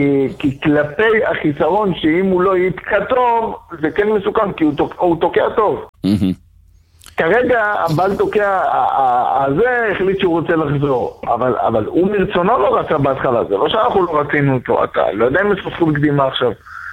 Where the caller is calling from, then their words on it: Bnei Brak, Tel Aviv District, Israel; אני מבני ברק.